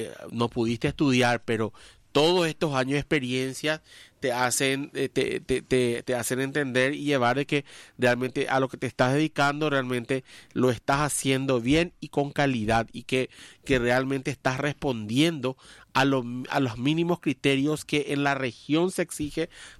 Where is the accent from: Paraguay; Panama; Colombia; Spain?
Paraguay; el fervor que hoy los paraguayos le vamos a poner